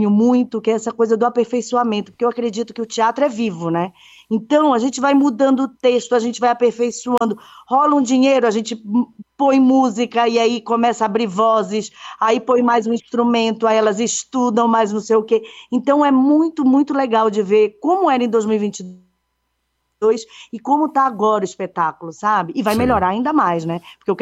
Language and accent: Portuguese; Belém, Pará, Brazil; moved away as an adult; also born or lived in Belo Horizonte; now in São Paulo, Brazil; eu sou de Belém do Pará, eu me formei em engenharia civil em Belém e eu fui fazer mestrado na UFMG aí.